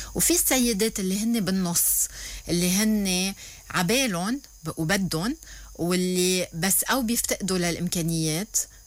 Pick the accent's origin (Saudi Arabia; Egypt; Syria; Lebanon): Lebanon; عنا بلبنان